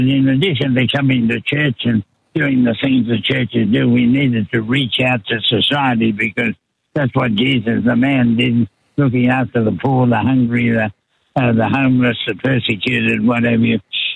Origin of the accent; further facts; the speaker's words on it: Australia; We're going to talk about how we can become better Australians and think about what we can do to make us a caring